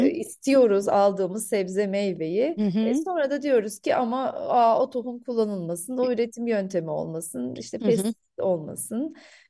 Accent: Nallıhan, Ankara, Turkey; Nallıhanlıyım

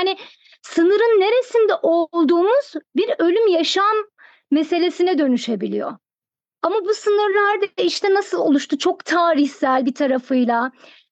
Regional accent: Thrace, Turkey; Ege'de yürüseydin, Trakya'da yürüseydin, ben Trakyalıyım.

